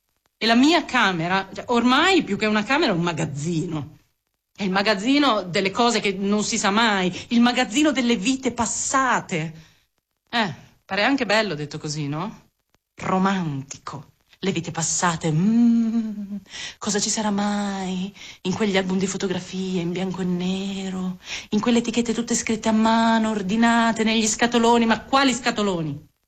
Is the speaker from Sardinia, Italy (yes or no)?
no; Veneto, Italy; Si mangiano solo lì da noi, sud del Veneto. E sono buonissime. I sapori poveri della mia terra. La mia terra, che nessuno sa dov'è. La mia terra. Da cui scappo sempre.